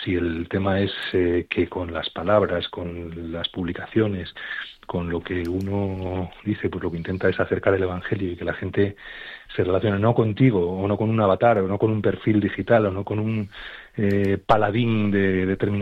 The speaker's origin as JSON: {"language": "Spanish", "region": "Asturias", "country": "Spain", "said": "del Oviedo, y eso que estamos ahora en duelo, estamos ahora en duelo ya que estamos matemáticamente descendidos, pero"}